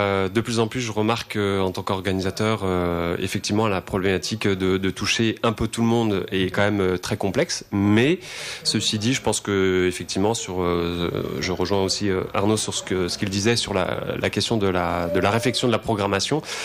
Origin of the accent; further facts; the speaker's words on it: Brittany, France; moi, je suis originaire de Bretagne.